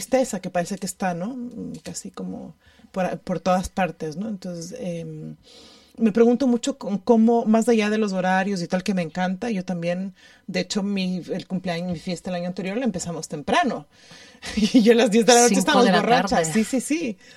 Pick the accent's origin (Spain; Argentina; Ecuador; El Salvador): Ecuador; el lugar en el que crecí, que es en Ecuador, o sea, crecí como en entornos de celebraciones